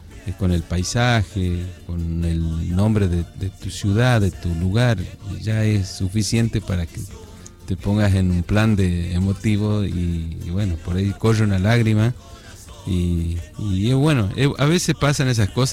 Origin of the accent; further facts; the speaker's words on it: Tucumán, Argentina; Es muy bueno para nosotros, por ejemplo, que venimos de la provincia de Tucumán, donde nos encontramos con algunos amigos que hace mucho tiempo se radicaron acá en Buenos Aires.